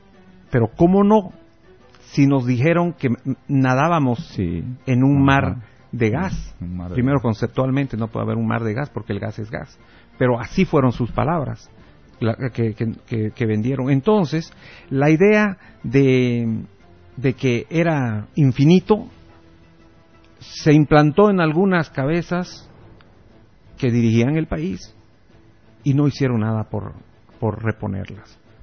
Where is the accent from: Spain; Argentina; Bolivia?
Bolivia; estoy hablando como un boliviano